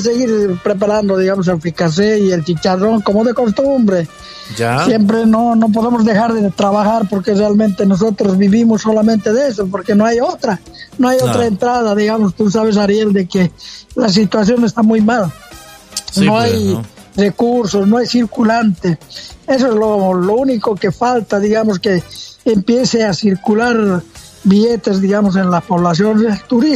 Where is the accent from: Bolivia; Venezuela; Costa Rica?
Bolivia; now in Rurrenabaque, Bolivia; yo soy colla, soy del occidente, y toda la vida voy a ser del occidente.